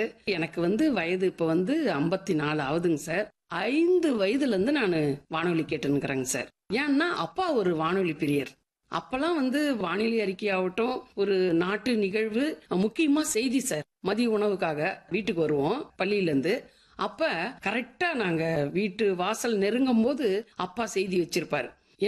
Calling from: Puducherry, India; நான் வந்து புதுச்சேரி மாநிலத்தை சேர்ந்தவங்க சார்.

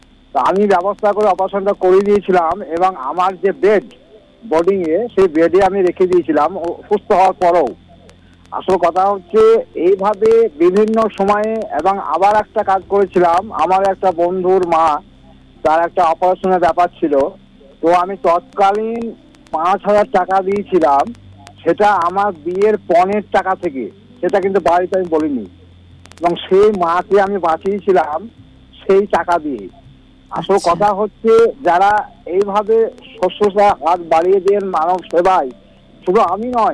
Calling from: Murshidabad, West Bengal, India; কুনিয়া মুর্শিদাবাদ থেকে

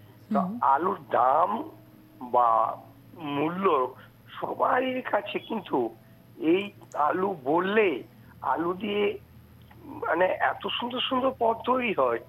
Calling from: West Bengal, India; আমি ওয়েস্ট বেঙ্গল বীরভূম থেকে

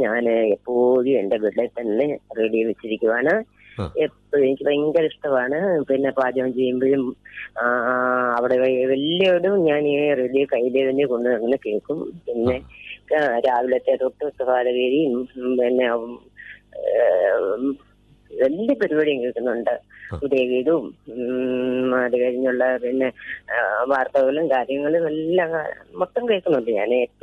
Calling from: Adoor, Kerala, India; ഞാൻ അടൂർ പഴവളം.

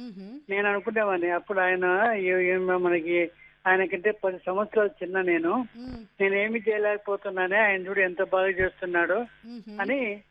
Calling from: Hyderabad, Telangana, India; హైదరాబాద్ నుంచి.

